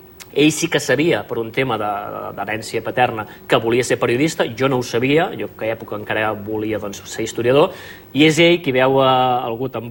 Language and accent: Catalan; Sabadell, Catalonia, Spain; born there; moved away as an adult; now in Barcelona, Spain; Jo soc sabadellenc i moriré sabadellenc. El que passa per diferents motius de la vida em va tocar anar a viure, com diem, molta gent d'aquí, al nostre barri de mar, que és Barcelona. I sí, me l'estimo Barcelona, però jo soc sabadellenc.